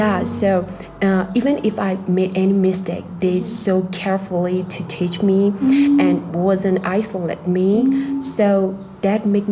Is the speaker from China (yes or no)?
yes; Tibet, China; English is a second language; they know about Xizang, but some of them don't understand about Xizang. And I always share them about my hometown, our traditional clothes, traditional foods, and famous building like Patala Palace, Chokkam Temple, and unique view.